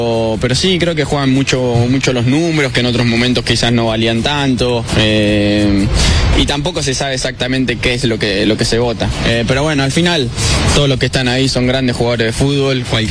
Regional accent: Argentina; nosotros, como argentinos

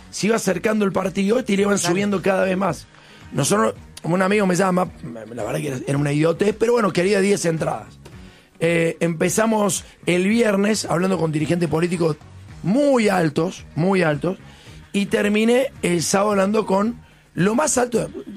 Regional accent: Argentina; Pero nosotros somos argentinos. Nosotros somos argentinos.

